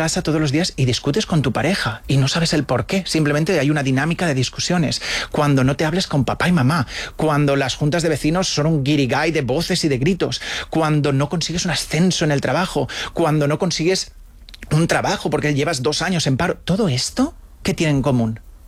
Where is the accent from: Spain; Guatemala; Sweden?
Spain; A ver, como españoles tenemos cierta ventaja a otras partes del mundo.